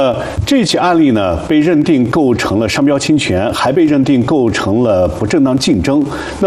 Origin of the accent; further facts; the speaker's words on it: Xinjiang, China; 它是咱们新疆人都非常熟悉的乌苏啤酒。